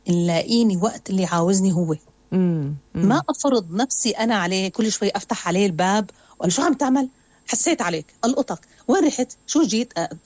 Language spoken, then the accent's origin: Arabic; Syria; نحن مجتمع سوري